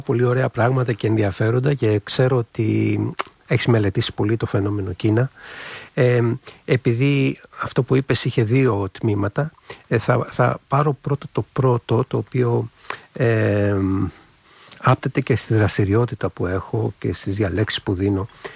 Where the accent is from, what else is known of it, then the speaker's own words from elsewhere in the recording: Greece; moved away; also born or lived in China; σαν Έλληνας έχω κάτι να δώσω